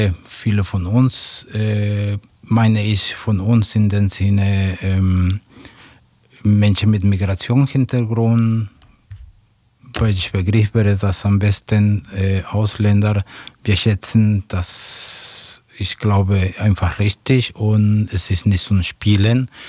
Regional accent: Mexico; German is a second language; moved away as an adult; now in Leipzig, Germany; ich komme aus Mexiko. Ich wohne in Leipzig seit ein paar Jahren

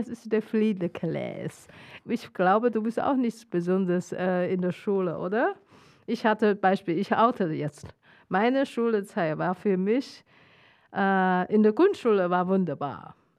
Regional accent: Mongolia; German is a second language; Ja, tut mir leid, ich bin anders sauter als normale Chinesen. Wir kommen aus Mongolei.

